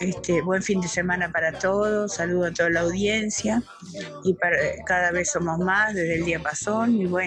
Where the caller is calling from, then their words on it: Canelón Chico, Canelones, Uruguay; de Canelón Chico, acá estoy.